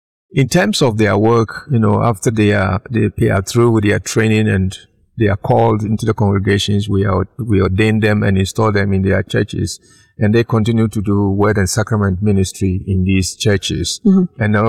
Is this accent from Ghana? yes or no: yes; Ghana; Well, I come from Ghana in the western part of Africa.